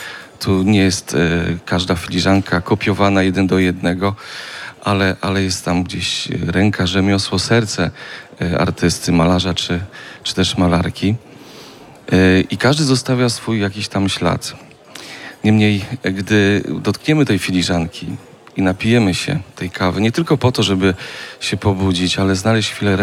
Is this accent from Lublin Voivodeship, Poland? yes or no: no; Lesser Poland, Poland; Pochodzę z małej miejscowości koło Święcimia.